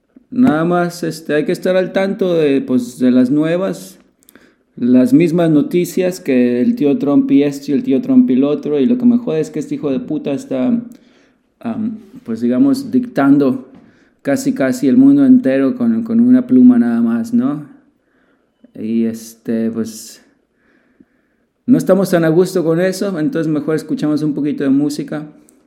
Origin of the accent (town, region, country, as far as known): Mexico; now in Berlin, Germany